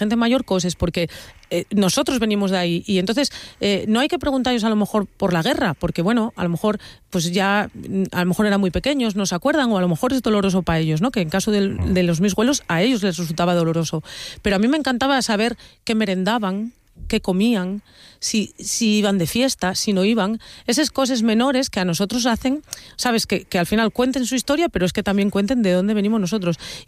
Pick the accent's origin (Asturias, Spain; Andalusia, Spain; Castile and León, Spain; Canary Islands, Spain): Asturias, Spain; yo soy de un pueblo en el que lo más normal del mi pueblo, del mi barrio, y que tengas un güelu de fuera, que sea andaluz, extremeño, gallego, portugués, porque nosotros, a mí siempre me gusta decir que los cuencas mineres somos crisol de razas